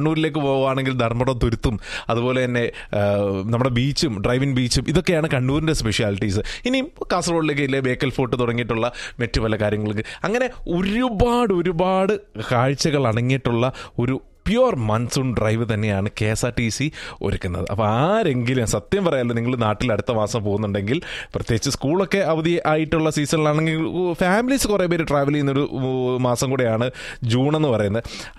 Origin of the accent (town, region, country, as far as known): Kerala, India; also born or lived in Changanassery / Kuttikkanam, Idukki